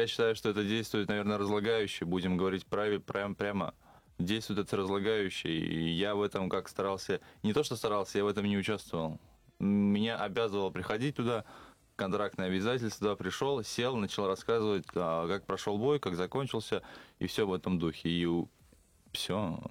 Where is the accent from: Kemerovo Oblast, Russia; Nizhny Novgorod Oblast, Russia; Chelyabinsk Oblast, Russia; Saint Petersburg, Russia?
Nizhny Novgorod Oblast, Russia; Stepurino; moved away; я из Нижегородской области, деревни Степурино.